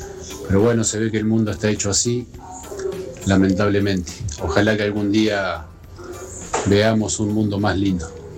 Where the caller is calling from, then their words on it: Trenque Lauquen, Buenos Aires Province, Argentina; de Trenquelauquen. Hoy es mi cumpleaños número 42. Así que nací un 7 de agosto del 1984.